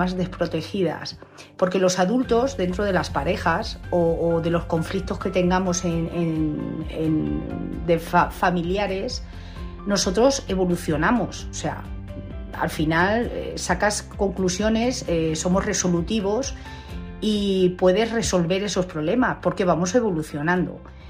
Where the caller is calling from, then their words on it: Madrid, Community of Madrid, Spain; Hola, buenas noches. … de Madrid.